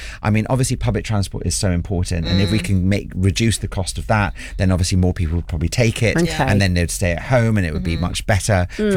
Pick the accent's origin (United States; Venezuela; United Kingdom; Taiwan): United Kingdom; London; I'm a Londoner